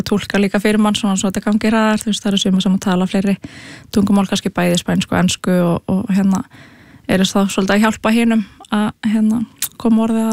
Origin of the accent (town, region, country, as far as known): Reykjavík, Capital Region, Iceland; born or raised there